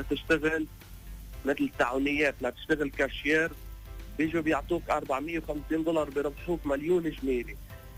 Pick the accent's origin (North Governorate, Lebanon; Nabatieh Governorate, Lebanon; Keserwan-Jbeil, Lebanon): Nabatieh Governorate, Lebanon; Kfarchouba; moved away as an adult; now in Beirut, Lebanon; انا من الجنوب، … من ضيعة اسمك فرشوبة.